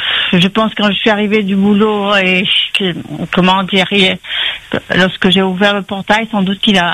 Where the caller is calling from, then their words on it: Réunion; Bras des Chevrettes.